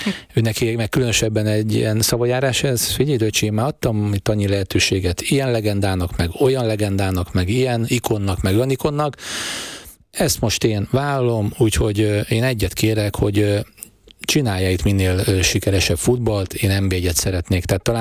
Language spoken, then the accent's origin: Hungarian; Pécs, Baranya, Hungary; pécsi vagyok